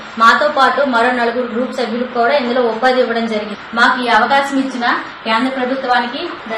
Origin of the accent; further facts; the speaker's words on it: Koppala, Andhra Pradesh, India; మాది కొప్పల గ్రామం, వంగరం మండలం, విజయనగరం జిల్లా.